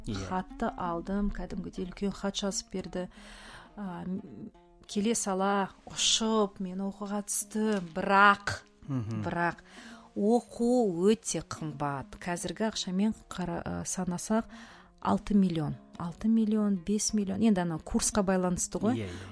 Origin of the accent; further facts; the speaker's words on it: Kostanay, Kostanay Region, Kazakhstan; moved away; Өзім туған жерім Қостанай болғасын